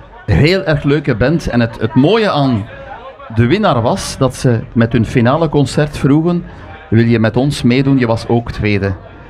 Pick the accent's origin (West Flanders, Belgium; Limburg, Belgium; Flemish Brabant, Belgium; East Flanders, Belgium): East Flanders, Belgium; Aalst; Ik ben van Aalst. En in Aalst zijn de supporters allemaal supporter van Eendracht Aalst.